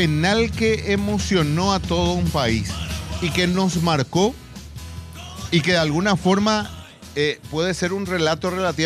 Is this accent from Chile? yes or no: no; Paraguay; nos identifica como paraguayos